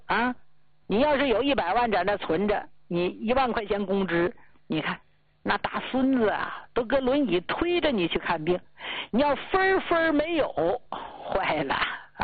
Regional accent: Northeast China, China; 咱们东北人

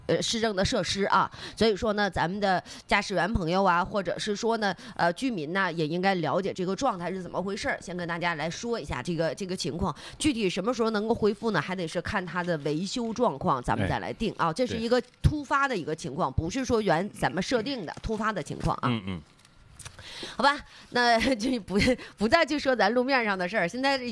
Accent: China

